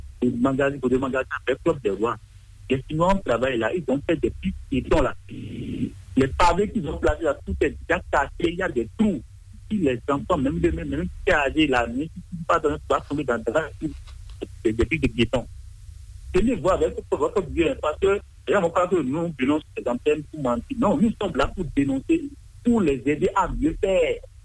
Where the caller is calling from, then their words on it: Benin; On aime notre pays, le Bénin. Alors, nous sommes béninois, nous sommes plus béninois, et nous sommes fiers d'être béninois.